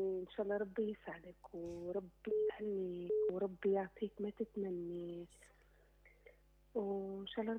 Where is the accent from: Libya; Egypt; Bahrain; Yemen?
Libya; أنا بنت ليبيا